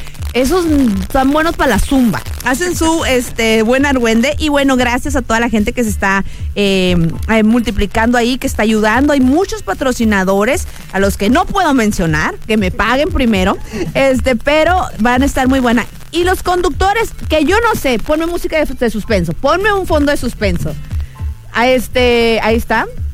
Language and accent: Spanish; Mexicali, Baja California, Mexico; yo vengo de la Progreso. Yo salí de la colonia Progreso. ¿Dónde está la colonia Progreso? Agarra carretera a Tijuana, donde está la delegación de dos pisos, La Blanca. Ahí está la colonia Progreso.